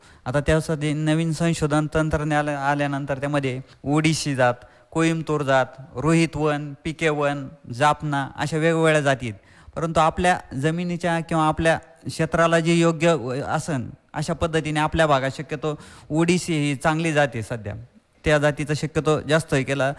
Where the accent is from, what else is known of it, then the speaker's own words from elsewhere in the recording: Pargaon, Maharashtra, India; पारगाव हे गाव तिन्ही बाजूनी पाणी आणि मध्ये गाव असं वसलेलं गाव आहे. गावातील पूर्ण ऐतिहासिक गाव म्हणजे प्रत्येक बाजूला काटकोनात घर आणि रस्ते